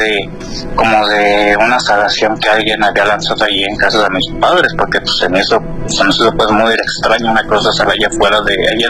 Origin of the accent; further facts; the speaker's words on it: La Barca, Jalisco, Mexico; porque pues, le recuerdo soy de allá de La Barca, Jalisco, es un pueblo que está aquí como a hora y media de aquí de Guadalajara.